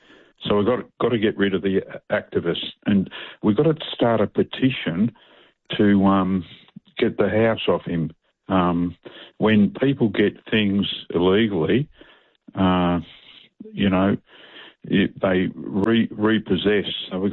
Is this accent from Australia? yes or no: yes; Melbourne, Victoria, Australia; I'm from Melbourne. I can't get my radio off. I'm 2GB.